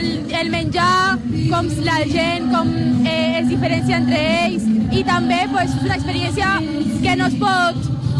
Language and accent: Catalan; Barcelona, Catalonia, Spain; som del barri.